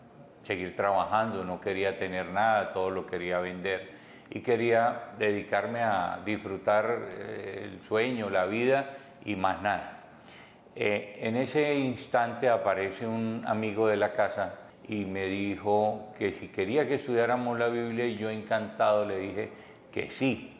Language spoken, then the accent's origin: Spanish; Cúcuta, Norte de Santander, Colombia; also born or lived in Santander, Colombia; una persona nacida en Santander del Sur, desde muy pequeño radicado en Cúcuta. Soy más ciudadano de Cúcuta.